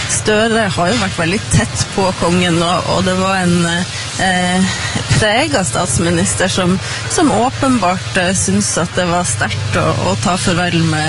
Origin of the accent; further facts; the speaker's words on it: Northern Norway, Norway; snakket om et fjell oppe i nord, der jeg kommer fra